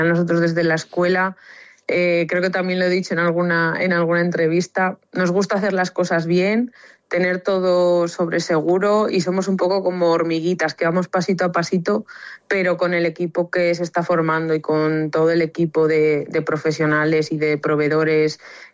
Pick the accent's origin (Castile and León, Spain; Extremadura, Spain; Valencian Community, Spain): Castile and León, Spain; Salamanca; now in Zamora, Spain; Yo, como sabéis, soy de Salamanca, que lo he dicho muchas veces, y me vine ya a Zamora el lunes de la semana pasada.